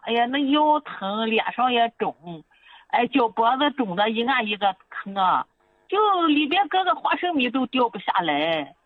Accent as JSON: {"language": "Chinese", "region": "Shandong", "country": "China", "said": "哎，我是山东的。"}